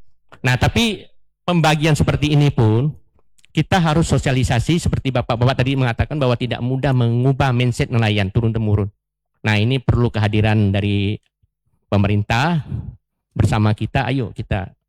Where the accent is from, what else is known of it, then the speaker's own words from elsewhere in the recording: West Kalimantan, Indonesia; saya sebagai masyarakat diundang bagian dari Kalbar ya, putra daerah